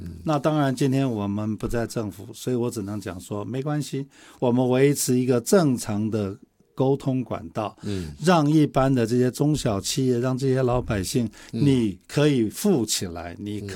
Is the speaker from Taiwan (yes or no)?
yes; Taiwan